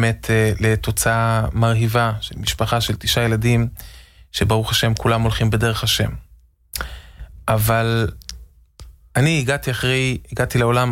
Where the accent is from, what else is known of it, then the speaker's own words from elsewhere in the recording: Givatayim, Tel Aviv District, Israel; אני נולדתי בגבעתיים, רמת גן, גבול גבעתיים. הורים בעלי תשובה, אמא עלתה מאיטליה בגיל 28